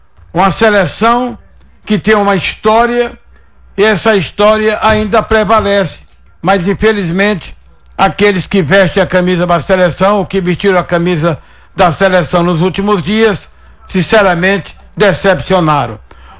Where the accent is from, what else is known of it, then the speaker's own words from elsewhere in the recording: Brazil; eu sou brasileiro